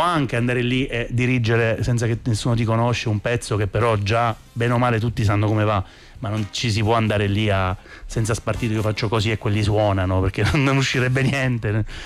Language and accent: Italian; Abruzzo, Italy; accent: Abruzzese dialect; sì, sono abruzzese, sì. Quando mi parte l'abruzzese mi parte